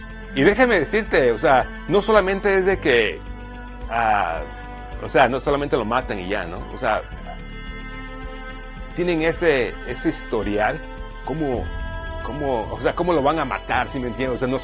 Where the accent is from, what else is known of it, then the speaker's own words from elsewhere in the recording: Mexico; yo soy de México